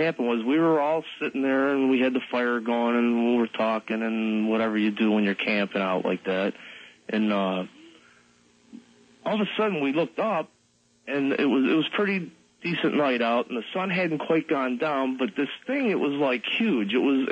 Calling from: New York, United States; I'm calling from Western New York.

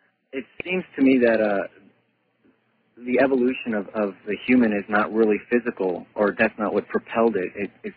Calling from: Seattle, Washington, United States; I'm calling from Seattle.

